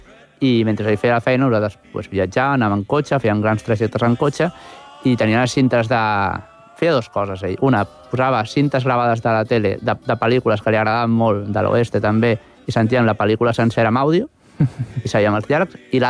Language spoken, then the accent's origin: Catalan; Barcelona, Catalonia, Spain; I ara jo faig molta més vida al meu barri de les Corts o baixo cap a Sants. A la meva infantesa no vam baixar mai cap a Sants.